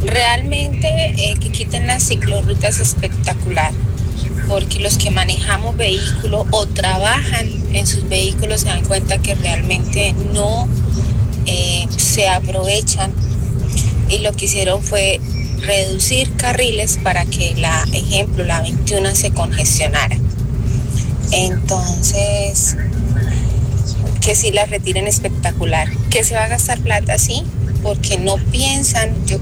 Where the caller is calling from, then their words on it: Piedecuesta, Santander, Colombia; Yo vivo en Piedecuesta.